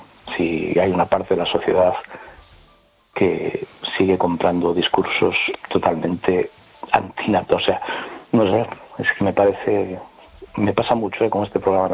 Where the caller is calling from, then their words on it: A Coruña, Galicia, Spain; de Coruña.